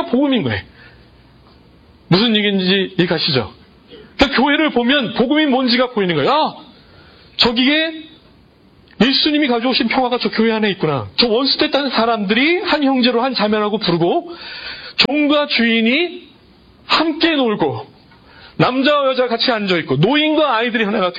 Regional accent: South Korea; now in Los Angeles, United States; 지금 이 LA 땅 제가 살고 있는 LA 땅에는 얼마나 많은 언어 그룹이 있고 어떤 그룹들이 살고 있는데 나는 한국 사람으로서 그 사람들과 어떠한 과거를 가지고 있는가.

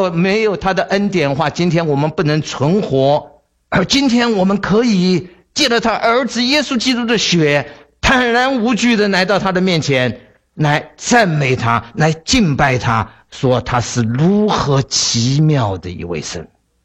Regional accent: China; 我们中国人

